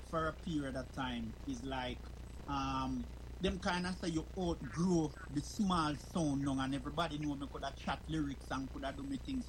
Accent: Clarendon, Jamaica; accent: strong Jamaican patois; moved away as an adult; now in United Kingdom; I was born and raised in Clarendon. Went to the Spalding's comprehensive secondary school, then now it's Spalding's High School. Migrated to the United Kingdom

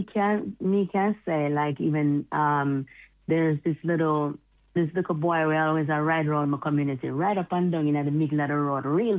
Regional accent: Florida, United States; I grew up in Florida since I was about 9.

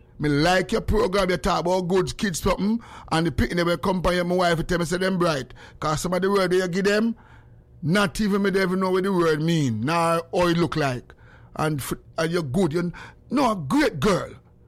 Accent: Jamaica; I come from Jamaica

